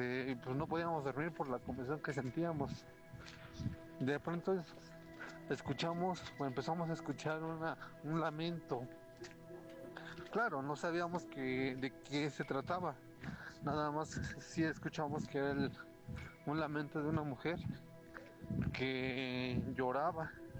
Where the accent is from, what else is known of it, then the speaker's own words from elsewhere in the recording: Pachuca, Hidalgo, Mexico; Soy de Pachuca, Hidalgo.